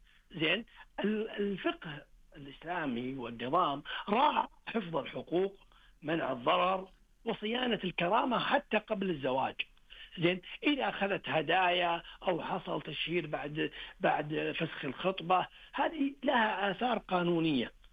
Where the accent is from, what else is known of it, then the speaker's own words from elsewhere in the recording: Saudi Arabia; كمسلمين، كعرب، كسعوديين.